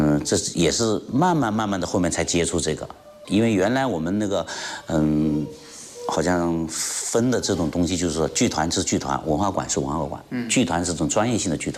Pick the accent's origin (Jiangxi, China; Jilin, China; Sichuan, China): Jiangxi, China; 我们江西这边都是属于采茶戏，哦，我们的吉安采茶戏，赣南就是赣南采茶戏，